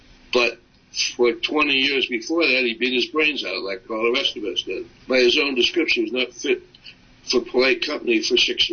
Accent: Chicago, Illinois, United States; I didn't have very many friends in L.A. because I grew up in Chicago and I went to four different high schools. My family was moving all the time.

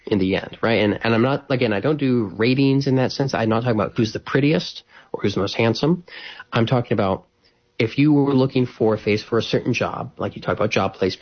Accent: Appalachia, United States; I come from Appalachia originally in my roots. And so I have a lot of love for these people.

